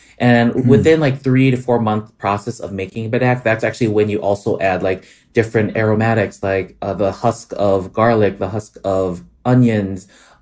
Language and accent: English; Wisconsin, United States; So my family's from southern Laos, And I grew up in Wisconsin, but with my mom always cooking Lao food at home.